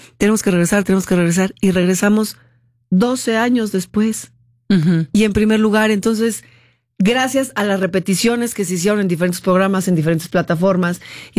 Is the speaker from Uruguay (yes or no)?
no; Mexico; nosotros como mexicanos nos burlamos de todo